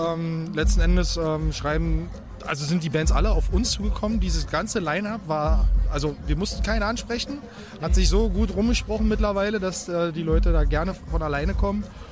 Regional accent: Buzo, Germany; komme hier gebürtig aus Buzo

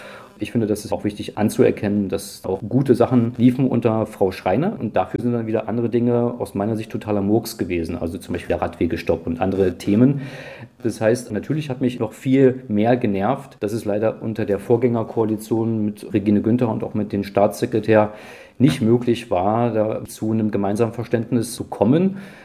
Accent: Berlin, Germany; also born or lived in Magdeburg; Ich bin 1986 geboren in Magdeburg und dann aufgewachsen in Berlin-Marzahn ab Anfang der 1990er Jahre

